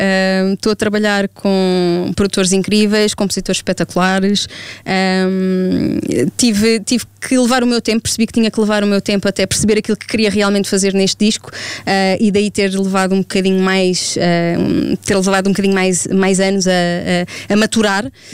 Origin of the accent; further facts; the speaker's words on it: Algarve, Portugal; moved away; tive que voltar à minha casa, tive que voltar ao Algarve. Tive uma semaninha para matar saudades de amigos e da minha terra.